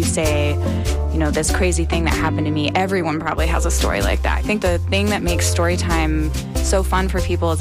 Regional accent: Houston, Texas, United States; from Houston

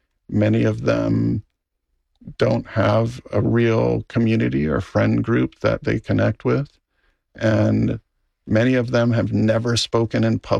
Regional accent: Maui, Hawaii, United States; born or raised there

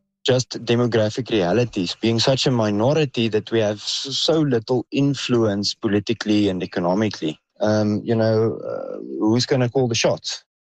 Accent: South Africa; We moved away from British occupation with oxen wagon, and we are farming people. We are people of the open veld. We modernized our language.

